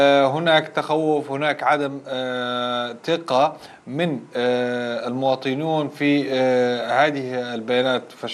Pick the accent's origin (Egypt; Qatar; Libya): Libya; انتظرنا كليبيين وكمهتمين بالشأن الاقتصادي وصحفيين